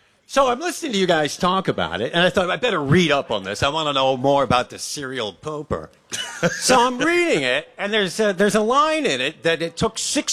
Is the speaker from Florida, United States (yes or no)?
no; Boston, Massachusetts, United States; I grew up in Boston.